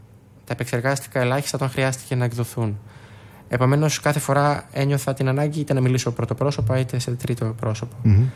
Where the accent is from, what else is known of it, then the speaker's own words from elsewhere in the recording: Andros, South Aegean, Greece; το νησί μου, από την Άνδρο